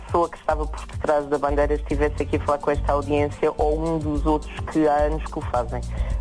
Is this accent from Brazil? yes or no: no; Elde, Portugal; José Candeias, tem que vir até Elde, tem que vir até Elde para conhecer a minha aldeia.